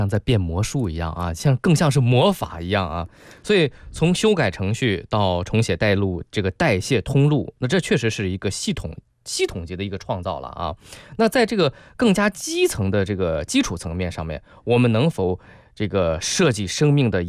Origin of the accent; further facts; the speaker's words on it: Guangdong, China; 哎呀，咱们广东人太熟悉了啊。